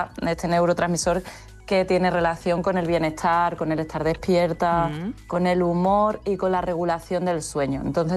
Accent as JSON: {"language": "Spanish", "region": "Extremadura", "country": "Spain", "said": "como soy extremeña, nunca me puedo quejar de que haga mucho calor en ningún sitio que no sea Sevilla o Extremadura."}